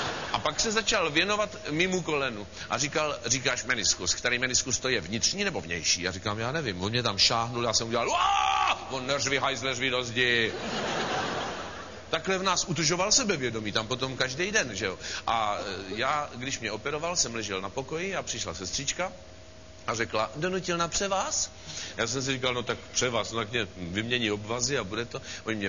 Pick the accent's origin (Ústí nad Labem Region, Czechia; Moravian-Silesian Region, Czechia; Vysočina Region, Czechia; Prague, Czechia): Vysočina Region, Czechia; Třebíč; also born or lived in Brno; Já jsem se narodil v Třebíči, nedaleko Brna, v takovém malém městě. Většinu času v dětství, většinou prázdnin jsem strávil v Třebíči u svých dvou babiček a u svého dědečka.